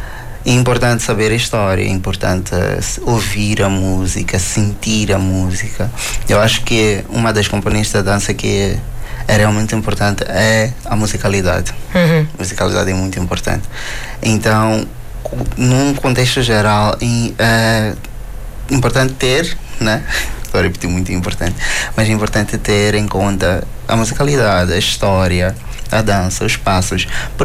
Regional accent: Mozambique; moved away

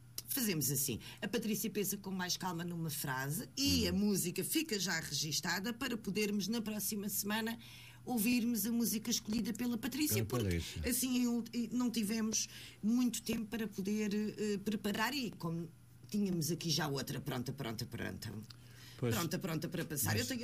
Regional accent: Sesimbra, Setúbal, Portugal; E aqui o nosso, exatamente, o nosso regionalismo cá de Sesimbra, na nossa linguagem muito nossa

